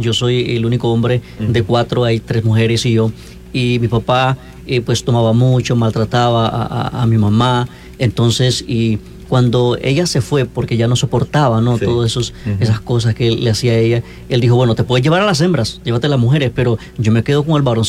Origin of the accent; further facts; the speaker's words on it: El Salvador; Yo vengo de un país muy bonito, El Salvador, Centroamérica.